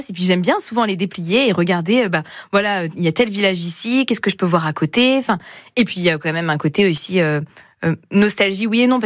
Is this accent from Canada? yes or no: no; Auvergne-Rhône-Alpes, France; Oui, je suis auvergnate. Mon papa dirait que je suis bourbonnaise et pas auvergnate.